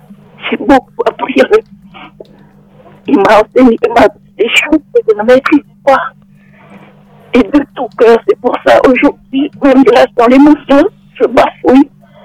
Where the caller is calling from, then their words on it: France; J'appelle de Métropole.